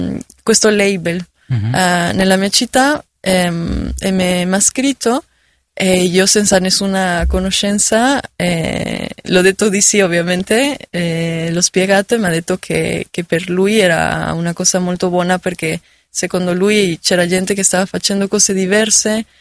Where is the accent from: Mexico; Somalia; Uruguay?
Mexico; Oaxaca; Italian is a second language; moved away as an adult; now in Milan, Italy; sono da Oaxaca, quindi da Oaxaca per il mondo.